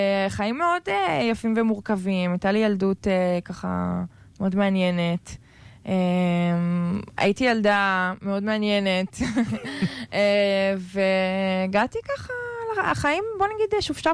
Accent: Netivot, Southern District, Israel; moved away as an adult; now in Tel Aviv, Israel; כן, גדלתי ונולדתי בנתיבות.

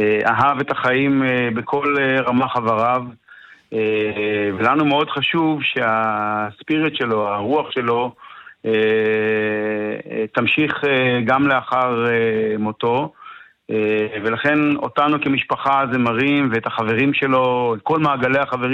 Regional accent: HaYogev, Northern District, Israel; אני במקור בן מושב היוגב, כשחזרנו למושב, היינו חברי קיבוץ מידו במשך 15 שנה, כשחזרנו למושב לפני 3 שנים

